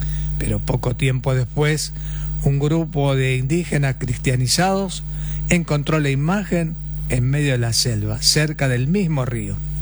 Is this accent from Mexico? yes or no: no; Argentina; Somos argentinos, somos lo mejor del mundo.